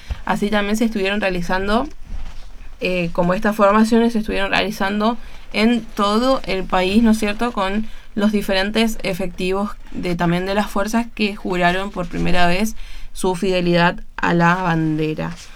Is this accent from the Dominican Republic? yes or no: no; Argentina